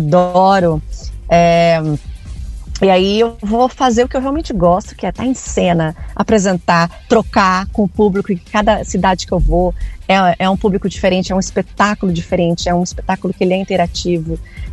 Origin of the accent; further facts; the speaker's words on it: São Paulo, Brazil; Eu sou de São Paulo, né?